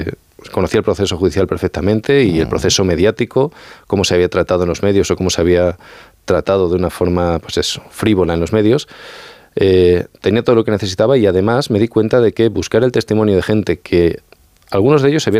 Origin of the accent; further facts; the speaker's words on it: Extremadura, Spain; Yo vengo de la Sierra de Gata, hasta el norte de Cáceres